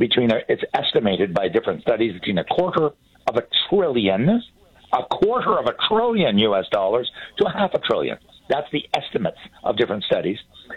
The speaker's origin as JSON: {"language": "English", "country": "Canada", "said": "I'm Canadian"}